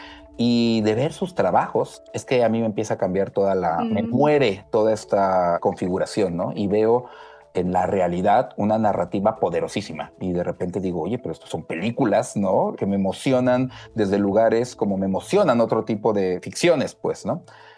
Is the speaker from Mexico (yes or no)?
yes; Colima, Mexico; moved away as an adult; Yo soy de Colima, los que trabajamos en el festival somos de ahí